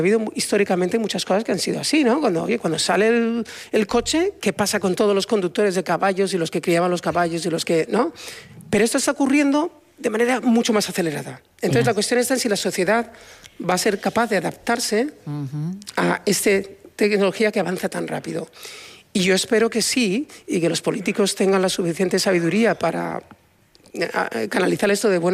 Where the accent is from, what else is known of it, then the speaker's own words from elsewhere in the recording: Spain; Hay un italiano, 2 chinos, yo soy español, 1 turco.